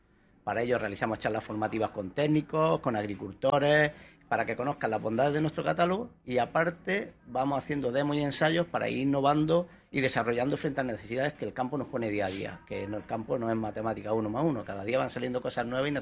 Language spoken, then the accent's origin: Spanish; Almería, Andalusia, Spain; Sí, yo soy almeriense.